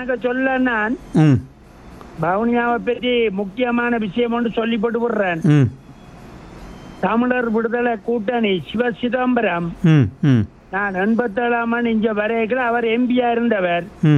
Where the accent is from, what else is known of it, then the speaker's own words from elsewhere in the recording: Vavuniya, Northern Province, Sri Lanka; moved away as an adult; நான் வந்து அங்க பிறந்து வளர்ந்து தெரிஞ்ச ஆள். அதுல வந்து இப்ப நான் 87 ஆண்டு இங்க வந்து